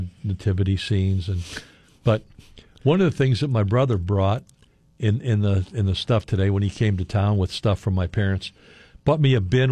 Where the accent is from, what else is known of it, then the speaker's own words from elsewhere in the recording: Lamont, United States; Except that in where I grew up in Lamont, population 5,000, we had three Catholic grammar schools.